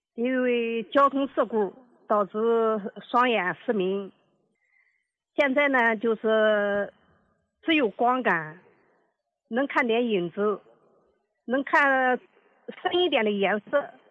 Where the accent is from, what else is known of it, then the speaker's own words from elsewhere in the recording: Fuzhou, Fujian, China; 我是福州的。